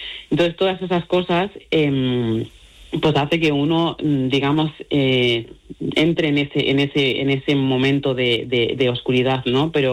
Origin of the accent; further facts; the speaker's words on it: Mali; Spanish is a second language; ahora no me acuerdo prácticamente de mi dialecto, hablo mejor el castellano y el gallego que mi propio dialecto, y la suerte que tengo es que tengo una pareja maravillosa que también es de Mali